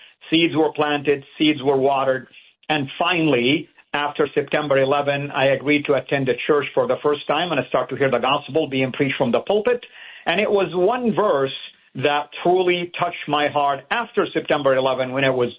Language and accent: English; Saudi Arabia; now in United States; when I grew up back home in Saudi, and of course, Saudi is considered to be the heartland of Islam where everything started it.